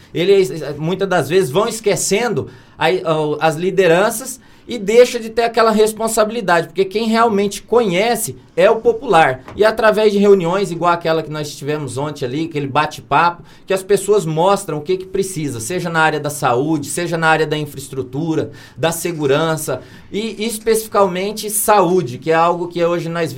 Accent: Colíder, Mato Grosso, Brazil; A gente é uma pessoa bairrista. Sou lá do Nortão de Mato Grosso, especificamente a minha cidade é co-líder

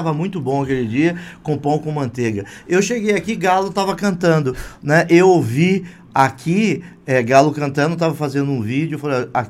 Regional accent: Cuiabá, Mato Grosso, Brazil; moved away as an adult; also born or lived in São Paulo; eu sou mato-grossense, nasci lá em Cuiabá.

